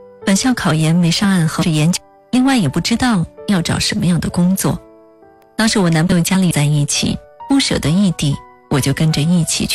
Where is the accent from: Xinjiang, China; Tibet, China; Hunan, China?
Hunan, China; 我家在湖南